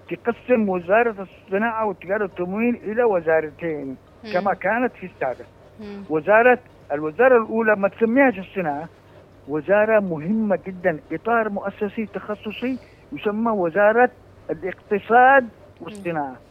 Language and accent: Arabic; Yemen; عندنا في اليمن